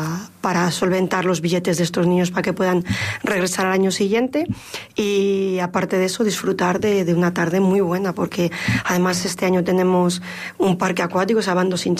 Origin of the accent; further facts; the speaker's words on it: Castile and León, Spain; Pues como muy orgullosa que soy, pues de que soy corralina y que mi pueblo